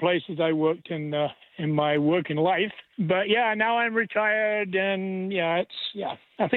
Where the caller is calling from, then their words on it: Marmora, Ontario, Canada; I'm phoning in from Marmara